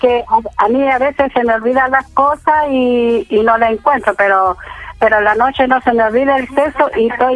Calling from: La Ligua, Valparaíso, Chile; soy de la Ligua, 514.

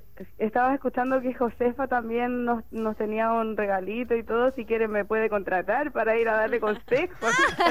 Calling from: Viña del Mar, Valparaíso, Chile; De Viña del Mar.

